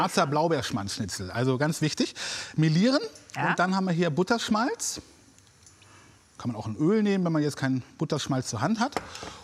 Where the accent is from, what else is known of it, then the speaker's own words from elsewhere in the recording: Goslar, Lower Saxony, Germany; Nicht nur groß geworden, ich bin in Goslar geboren.